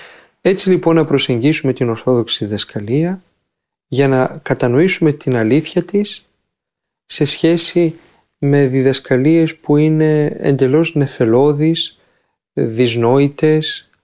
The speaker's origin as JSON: {"language": "Greek", "country": "Greece", "said": "Ως Έλληνες"}